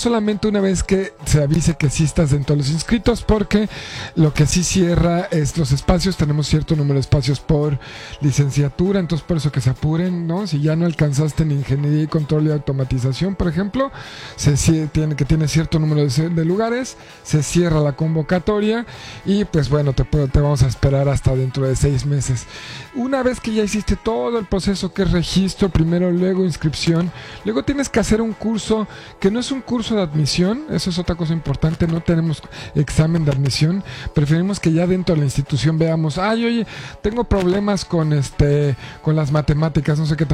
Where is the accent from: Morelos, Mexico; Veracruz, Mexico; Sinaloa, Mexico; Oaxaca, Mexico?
Morelos, Mexico; Cuernavaca; Yo, por ejemplo, soy de Cuernavaca, que tenía una banda.